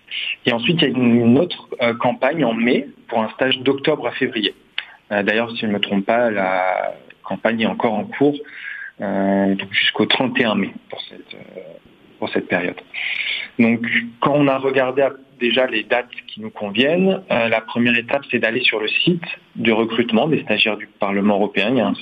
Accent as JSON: {"language": "French", "town": "Limoges", "region": "Nouvelle-Aquitaine", "country": "France", "tie": "born or raised there", "said": "je suis né à Limoges, j'ai été lycéen au lycée Gay-Lussac à Limoges, dans la section économie et sociale"}